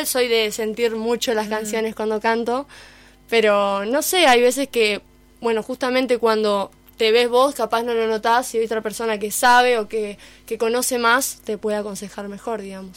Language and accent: Spanish; Diamante, Entre Ríos, Argentina; estamos todos los diamantinos ahí